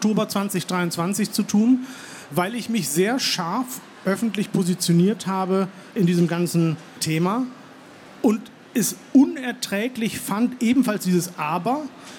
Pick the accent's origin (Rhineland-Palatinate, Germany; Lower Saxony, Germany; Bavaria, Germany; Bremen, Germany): Lower Saxony, Germany; Hollern-Twielenfleth; Und meine Eltern sind in den 80er Jahren in diesem kleinen Dorf Hollerntwielenfleet, in dem ich groß geworden bin, das sehr evangelisch-lutherisch ist, konvertiert.